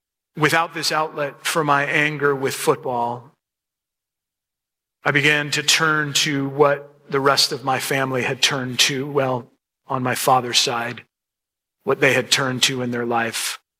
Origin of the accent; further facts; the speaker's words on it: Chicago, Illinois, United States; now in Detroit, United States; Yeah, I know I live in Detroit area, but I grew up in Chicago, and so I was a Bears fan.